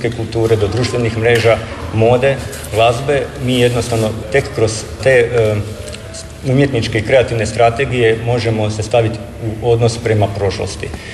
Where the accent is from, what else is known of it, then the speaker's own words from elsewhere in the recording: Osijek, Osijek-Baranja County, Croatia; dolazim iz Osijeka